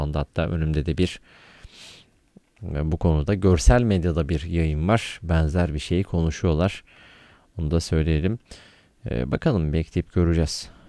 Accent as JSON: {"language": "Turkish", "region": "Iğdır", "country": "Turkey", "said": "Çünkü ben de Iğdırlıyım. Çok yakınım Erzurum'a. Hatta konuşmalarımız da birbirimize çok yakındır."}